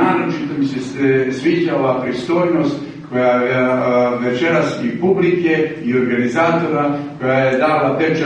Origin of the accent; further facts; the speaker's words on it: Podgorica, Montenegro; also born or lived in Berane; ja sam bukvalno porastao u Podgorici, a rođen sam u Beranima.